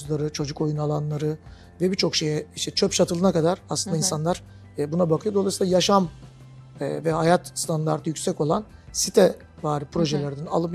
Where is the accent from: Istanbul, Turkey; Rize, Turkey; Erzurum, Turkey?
Istanbul, Turkey; born there; also born or lived in Bursa; now in Izmir, Turkey; Ben 20.01.1980 İstanbul doğumluyum. Hı hı. Uzun yıllar Bursa'da yaşadım. İstanbul'da da 97'den 2004'e kadar Tahtakale dediğimiz bölgede ticaretle uğraştım.